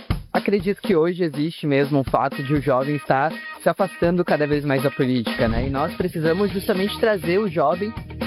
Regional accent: Praia Grande, São Paulo, Brazil; Sou lá da cidade de Praia Grande, onde eu comecei a atuar, assim mesmo, com política pública, né?

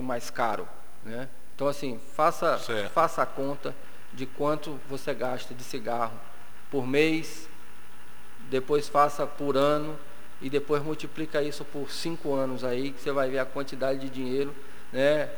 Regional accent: Brazil; A gente como brasileiro

